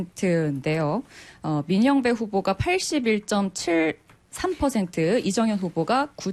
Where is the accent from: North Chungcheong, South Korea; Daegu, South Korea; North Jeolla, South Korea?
North Chungcheong, South Korea; 제 고향 충북.